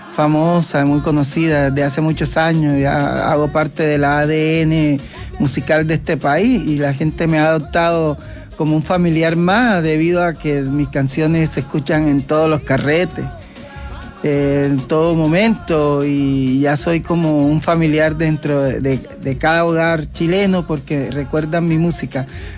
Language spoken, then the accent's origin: Spanish; Cartagena, Bolívar, Colombia; en Colombia, yo soy de la costa, soy costeño, soy de Cartagena de India.